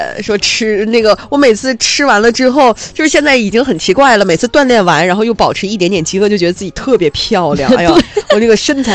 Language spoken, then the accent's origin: Chinese; Tangshan, Hebei, China; accent: Tangshan dialect; moved away; 唐山话系统又切换不过来了